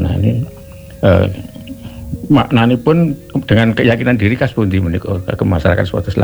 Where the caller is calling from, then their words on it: Gunung Kidul, Special Region of Yogyakarta, Indonesia; Sugeng dalu pendopo Romo KRT … saking Gunung Kidul